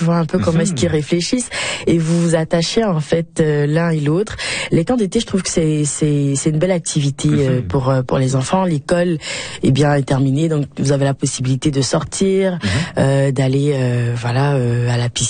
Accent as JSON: {"language": "French", "country": "Côte d’Ivoire", "tie": "born or raised there", "moved": "yes", "lives_now": "Canada", "said": "en tant qu'enfant même, lorsque j'étais dans mon pays d'origine"}